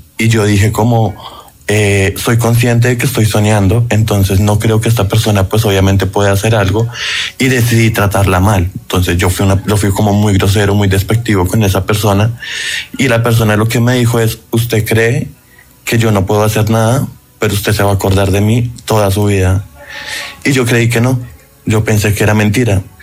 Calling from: Bogotá, Colombia; En este momento estoy en San Javier, desde Medellín, pero realmente vivo en Bogotá, estoy de vacaciones.

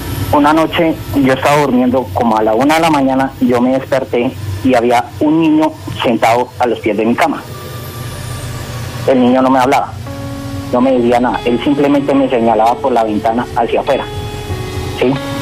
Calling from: Bogotá, Colombia

